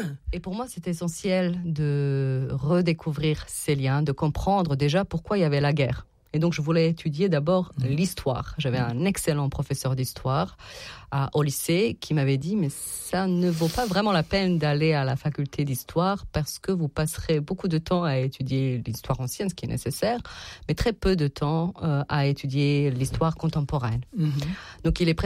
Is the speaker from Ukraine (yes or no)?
no; Tuzla, Bosnia & Herzegovina; born there; French is a second language; parce que je suis née en Bosnie, c'était encore l'ex-Yougoslavie. Et mes parents.